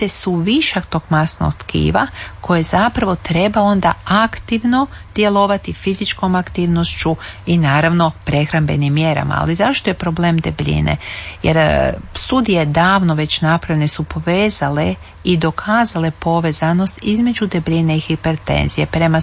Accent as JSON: {"language": "Croatian", "country": "Croatia"}